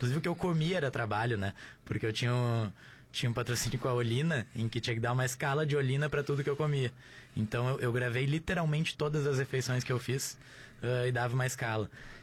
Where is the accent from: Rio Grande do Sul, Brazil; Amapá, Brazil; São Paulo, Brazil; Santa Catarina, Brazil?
Rio Grande do Sul, Brazil; Eu sou um gaúcho, eu ainda sou gaúcha memes, entendeu?